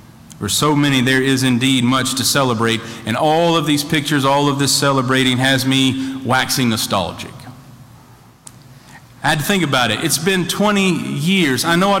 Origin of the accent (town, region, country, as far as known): Coffee County, Alabama, United States; born or raised there; moved away as an adult; also born or lived in Birmingham, Alabama